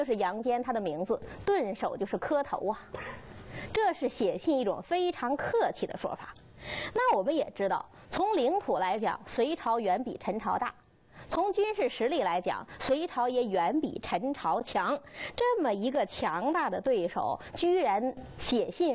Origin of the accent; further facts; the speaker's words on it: China; 因为我们中国人传统理念一定是这样的